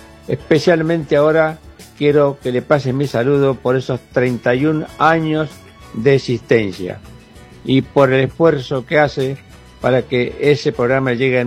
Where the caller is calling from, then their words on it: Rivadavia, Mendoza, Argentina; nosotros que estamos tan lejos, ya que soy de Rivadavia, Mendoza.